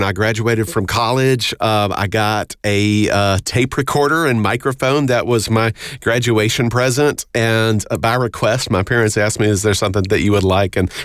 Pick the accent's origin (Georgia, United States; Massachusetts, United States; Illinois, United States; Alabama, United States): Alabama, United States; Montgomery; now in Birmingham, United States; I grew up in Montgomery